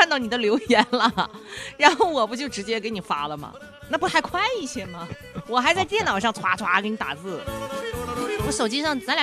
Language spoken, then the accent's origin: Chinese; Hunan, China; accent: Hunan dialect; 我们湖南话就是有这么大的感染力啊。